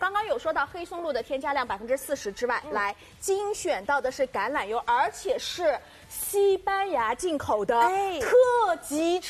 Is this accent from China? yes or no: yes; Shanghai, China